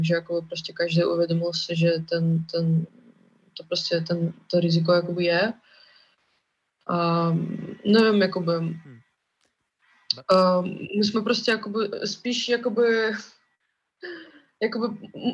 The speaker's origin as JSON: {"language": "Czech", "country": "Russia", "second_language": "Czech", "moved": "yes", "lives_now": "Prague, Czechia", "said": "i když jsme z Ruska"}